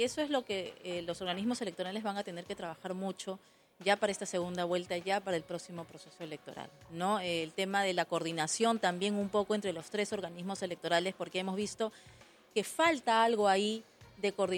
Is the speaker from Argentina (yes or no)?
no; Peru; Ya conocemos cómo somos los peruanos, que al último minuto siempre...